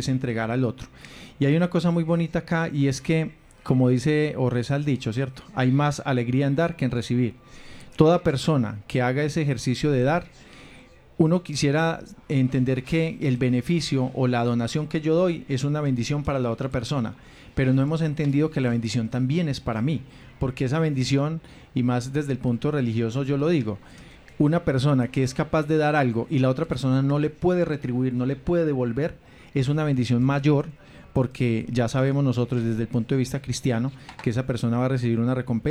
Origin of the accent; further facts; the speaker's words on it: Colombia; La reacción que tuvimos nosotros como seres humanos, como colombianos, fue muchísima.